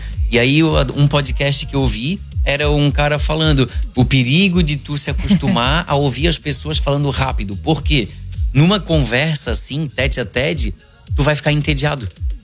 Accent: São Paulo, Brazil; accent: peixeiro; eu falo rápido com esse meu sotaque peixeiro.

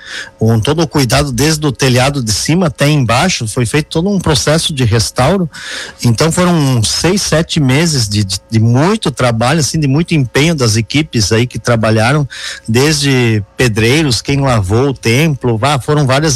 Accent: Flores da Cunha, Rio Grande do Sul, Brazil; moved away; also born or lived in São Marcos; não fui batizado lá, porque no período meu pai saiu de Flores da Cunha e foi trabalhar uns anos em São Marcos, então eu nasci em São Marcos e fui batizado em São Marcos, mas com 2 anos de idade eu já tinha retornado a Flores da Cunha

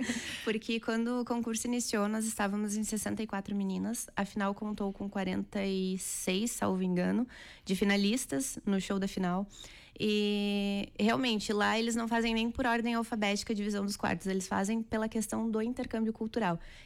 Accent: Brazil

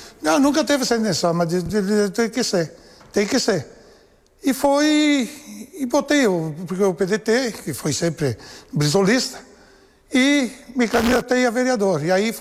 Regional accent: Caxias do Sul, Rio Grande do Sul, Brazil; now in Carlos Barbosa, Brazil; Sou natural de Caxias do Sul, vim para Carlos Barbosa antes de ser município, com a idade de 11 anos de idade.

